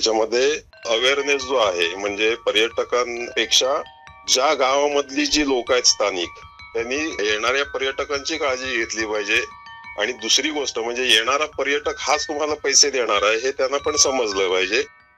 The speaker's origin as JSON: {"language": "Marathi", "town": "Nevre", "region": "Maharashtra", "country": "India", "tie": "born or raised there", "said": "माझं गाव आहे नेवरे काजीरवाटी."}